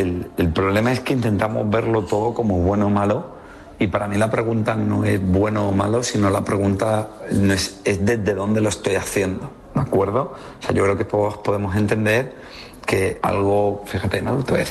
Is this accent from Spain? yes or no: yes; Granada, Andalusia, Spain; Soy de Granada, en Granada decimos muchas palabrotas